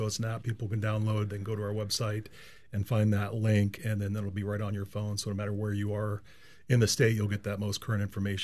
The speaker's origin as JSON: {"language": "English", "town": "Anchorage", "region": "Alaska", "country": "United States", "tie": "born or raised there", "lives_now": "Mat-Su Valley, United States", "said": "Yeah, I was born and raised in Alaska and grew up on the Anchorage Hillside, and just just from my memory, the same as you said, very, very rare. And now I live in the Mat-Su Valley"}